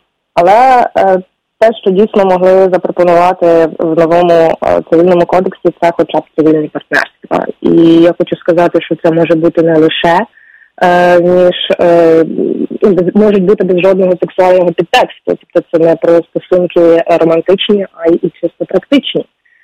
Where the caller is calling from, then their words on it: Lviv, Lviv Oblast, Ukraine; і я зі Львова.